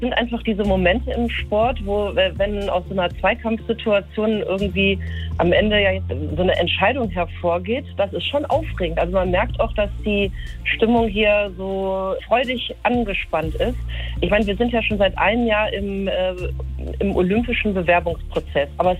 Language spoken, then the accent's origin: German; Cologne, North Rhine-Westphalia, Germany; ich bin Kölnerin, ich bin in Köln geboren, aufgewachsen, bin da nie weggezogen.